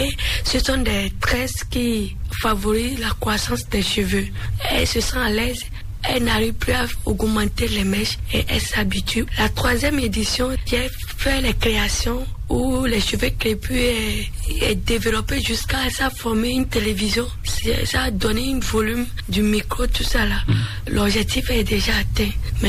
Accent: Benin; Chez nous, en Bariba, on dit pori pori.

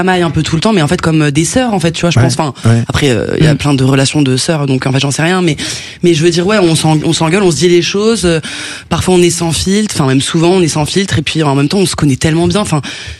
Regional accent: Saint-Denis, Île-de-France, France; On a grandi à Saint-Denis dans le 93.

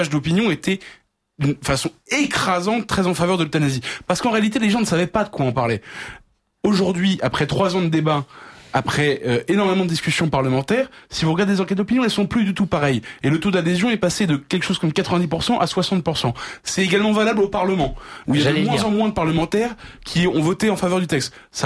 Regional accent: Bourges, Centre-Val de Loire, France; moved away; je rentre chez moi dans le Berry.

